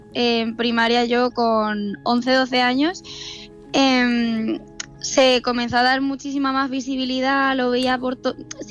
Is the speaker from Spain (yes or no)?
yes; Murcia, Region of Murcia, Spain; De Murcia capital, exactamente. De centro. De hecho, cuando me confunden con el acento digo, no puede ser, si es súper reconocible.